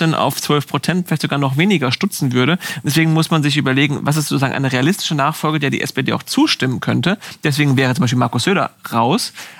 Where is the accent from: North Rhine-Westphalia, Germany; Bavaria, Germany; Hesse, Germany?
Hesse, Germany; du kennst ihn nicht, ich bin ja Hesse, ich kenne ihn dann schon etwas eher